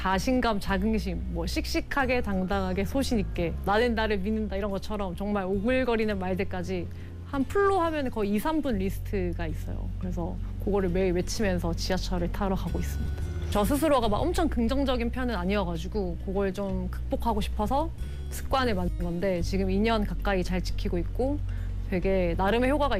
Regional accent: Yeongam, South Jeolla, South Korea; moved away as an adult; also born or lived in Seoul; now in Busan, South Korea; 저의 고향인 전남 영암에서 부산이든 그렇게 멀다라는 생각 자체를 안 했던 것 같아요.

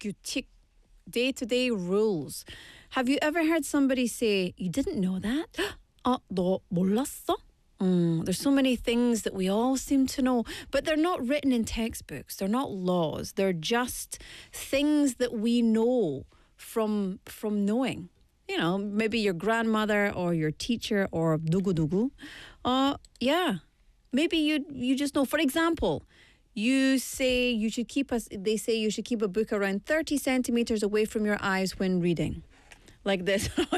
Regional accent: Scotland, United Kingdom; now in Busan, South Korea; 스코틀랜드 사람입니다. I'm from Scotland.

